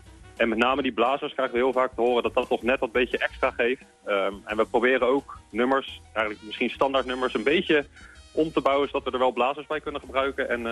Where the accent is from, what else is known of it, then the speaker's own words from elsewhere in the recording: Leiden, South Holland, Netherlands; Nee, we komen uit de regio. Ja. En we komen de meeste van ons komen uit Leiden. Dus we komen niet uit Alphen zelf.